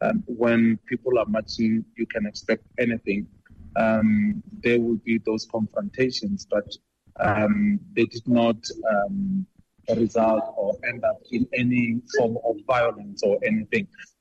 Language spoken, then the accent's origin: English; South Africa; I am not allowed to do that as a South African.